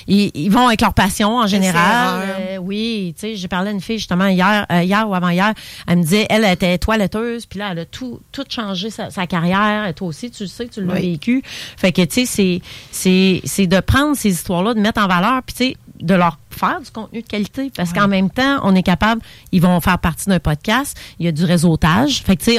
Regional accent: Portneuf, Quebec, Canada; je suis de Portneuf.

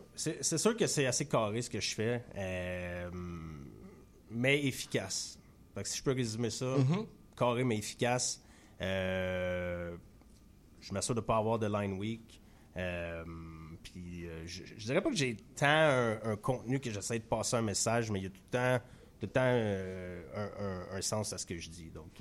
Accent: Granby, Quebec, Canada; now in Montreal, Canada; Non, je suis originaire de Granby, comme tu as dit, mm-hmm. mais ça fait pratiquement 20 ans. Plus que la moitié de ma vie, en fait, que j'habite à Montréal maintenant. Fait que je me considère comme un Montréalais, mais fidèle, toujours fier de où je viens, de Granby dans les cantons de l'Est.

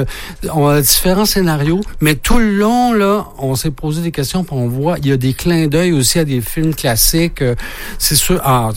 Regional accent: Quebec, Canada; ça nous dépayse un peu là en tant que Gaspésien.

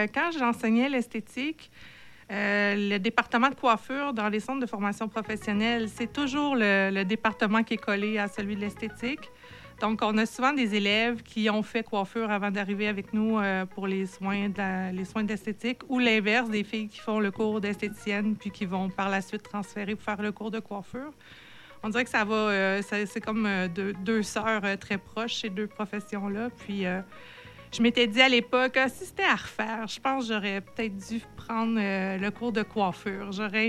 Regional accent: Montreal, Quebec, Canada; moved away as an adult; now in Havre-Saint-Pierre, Canada; je suis originaire de Montréal.

